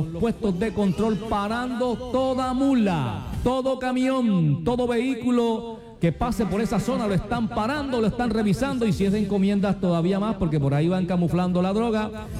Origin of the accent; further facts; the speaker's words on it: Cartagena, Bolívar, Colombia; accent: costeño; Usted es costeño. Yo soy de Cartagena.